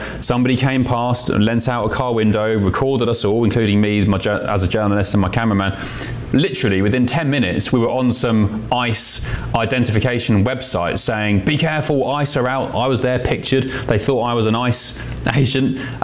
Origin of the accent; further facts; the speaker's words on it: United Kingdom; It's not my nation, I'm British, but that was the kind of the vibe I got.